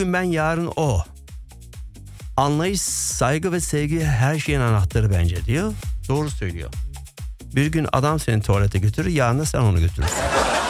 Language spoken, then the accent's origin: Turkish; Germany; ben Almanya'da yetiştim.